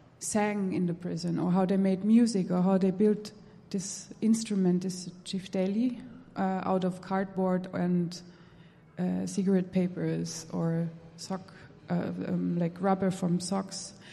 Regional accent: Vienna, Austria; I'm from Vienna.

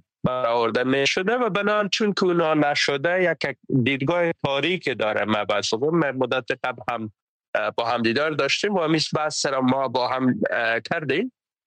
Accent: Herat, Afghanistan; شما در ولایت های بود مثل به طور نمونه ولایت خودم هرات، شما یک ساختمان نداشتین، یک ساختمان دو سه منزله در تمام هرات، در تاریخ هرات شما نداشتین.

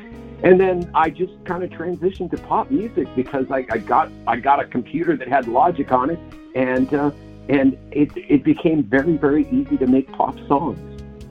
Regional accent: Seattle, Washington, United States; Okay, well, I'm originally from Seattle, and I have been a musician since forever.

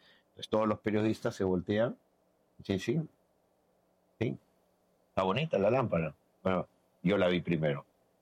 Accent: Peru; nosotros somos peruanos

